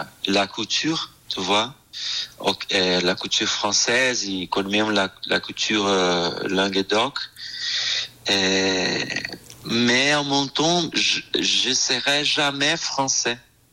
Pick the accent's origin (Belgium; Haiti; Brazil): Brazil; French is a second language; now in France; Oui, en fait, j'étais au Brésil en février. Et bon, je suis brésilien en France.